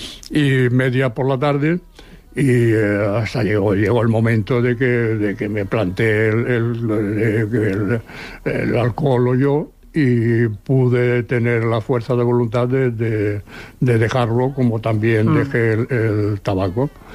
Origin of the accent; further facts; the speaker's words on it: Seville, Andalusia, Spain; now in Barcelona, Spain; nosotros cuando vinimos de Sevilla.